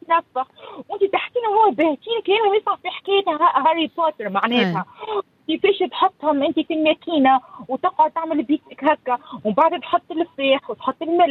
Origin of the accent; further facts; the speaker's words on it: Tunisia; moved away; انا قلت لك انا خرجت من تونس وتونس ما خرجتش مني انا تونسيه كل يوم عمري كامل